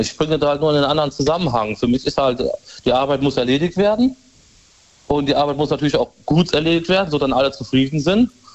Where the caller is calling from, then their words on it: Cochem, Rhineland-Palatinate, Germany; Ich bin von Kochen.